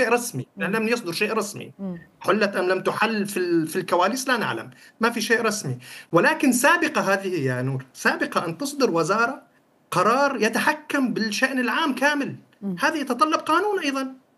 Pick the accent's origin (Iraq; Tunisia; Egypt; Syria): Syria; هم غالبا وفق كل ما وثقناه كسوريين منتهكين